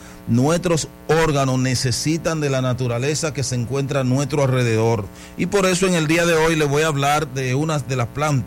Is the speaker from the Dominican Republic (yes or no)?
yes; Dominican Republic; Yo veo árboles de nin en mi país, especialmente aquí en la Romana.